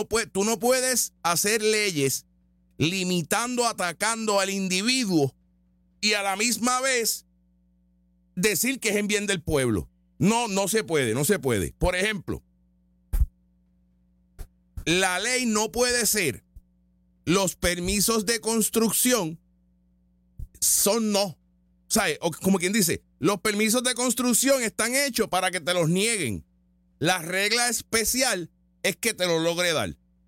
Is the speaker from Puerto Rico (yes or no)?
yes; Puerto Rico; si yo vivo en Puerto Rico y soy legal, soy ciudadano, soy estadounidense, soy americano y vivo en Puerto Rico